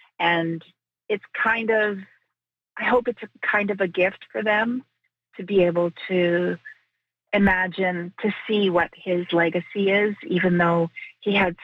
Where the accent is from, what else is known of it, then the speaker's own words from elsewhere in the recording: Winnipeg, Manitoba, Canada; I mean, I grew up in Winnipeg.